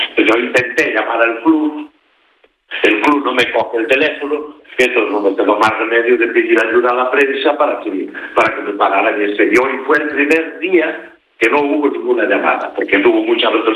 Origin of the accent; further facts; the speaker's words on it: Lugo, Galicia, Spain; now in A Coruña, Spain; La zorza auténtica, zorza de Lugo, porque yo soy nativo de Lugo. Joder. Llevo muchos años en Coruña, pero la zorza es la de Lugo, no la de Coruña.